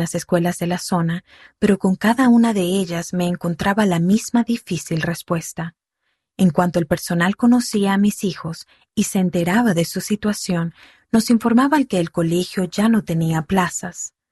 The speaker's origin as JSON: {"language": "Spanish", "country": "Japan", "second_language": "Spanish", "said": "En mi país, Japón, el 98% de la población es japonesa."}